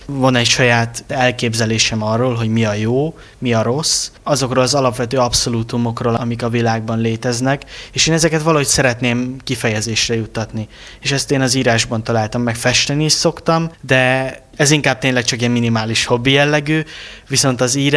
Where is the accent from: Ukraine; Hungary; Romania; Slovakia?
Hungary; Sopron, Győr-Moson-Sopron; Büszke soproni vagyok